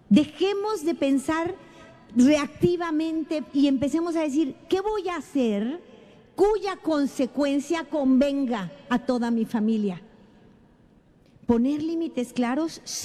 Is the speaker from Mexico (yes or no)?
yes; Mexico; Así se usa en mi país.